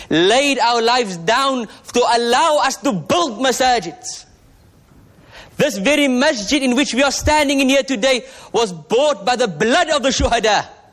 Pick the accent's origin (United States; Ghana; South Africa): South Africa; we are here as South African Muslims